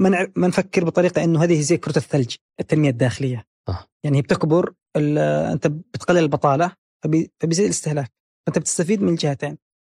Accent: Yemen; now in China

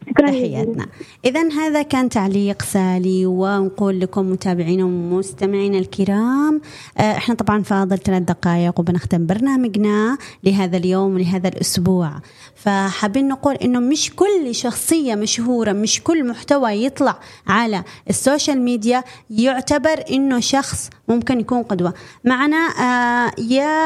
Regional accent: Yemen; عندنا في اليمن

